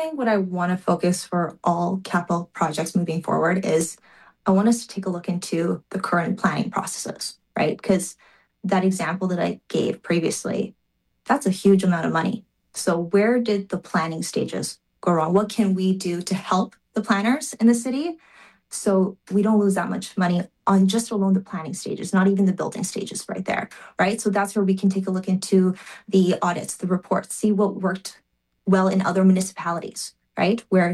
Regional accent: Burnaby, British Columbia, Canada; I was born and raised here in Burnaby.

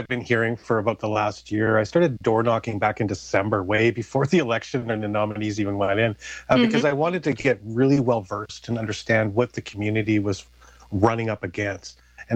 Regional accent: Burnaby, British Columbia, Canada; born there; as I was born here in Burnaby General.

